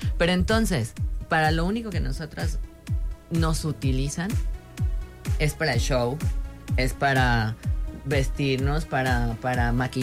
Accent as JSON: {"language": "Spanish", "region": "Mexico City", "country": "Mexico", "moved": "yes", "lives_now": "Puerto Vallarta, Mexico", "said": "yo que vengo de la Ciudad de México"}